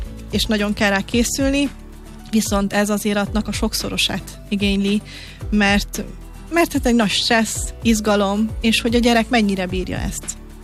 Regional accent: Ózd, Borsod-Abaúj-Zemplén, Hungary; hát ugye Ózd környékéről származom

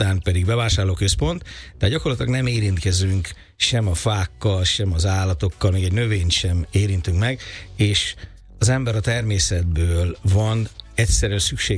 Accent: Encs, Borsod-Abaúj-Zemplén, Hungary; Én Borsod megyében, Encsen, abba új járásban nőttem fel, és ott az Anyanosi erdő, illetve az Empléni hegyek voltak között

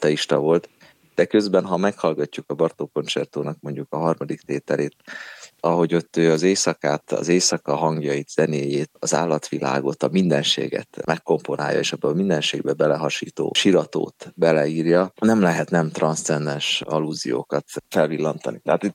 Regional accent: Hungary

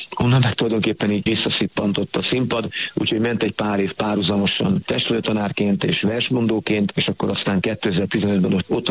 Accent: Kunszentmiklós, Bács-Kiskun, Hungary; 2017-ben Kunszentmiklóstól, az én szülővárosomból gyalogoltam el a horvátországi Szent Lászlóba

